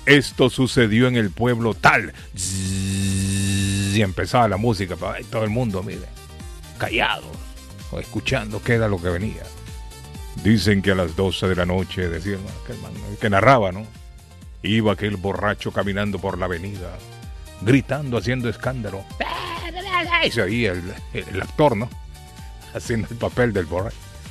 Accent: Honduras; moved away; Yo cuando estaba en mi país, Arley, en mi ciudad

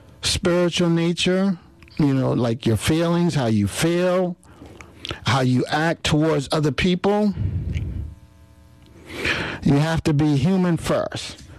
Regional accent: United States; I'm African American, and my people were enslaved.

